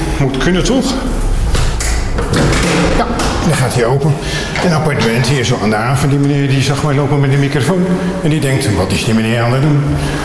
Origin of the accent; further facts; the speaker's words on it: Randstad, Netherlands; Ik kom uit de Randstad, eerlijk is eerlijk.